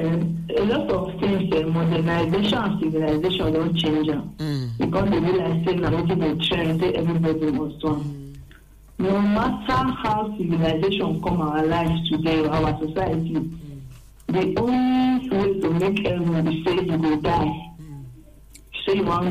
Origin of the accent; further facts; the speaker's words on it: Asaba, Delta, Nigeria; I come from Asaba.